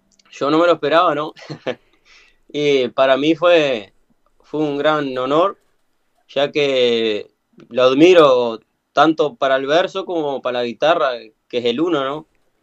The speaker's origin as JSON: {"language": "Spanish", "region": "Montevideo", "country": "Uruguay", "moved": "yes", "lives_now": "La Paz, Uruguay", "said": "soy de Montevideo y vivo pegado a La Paz."}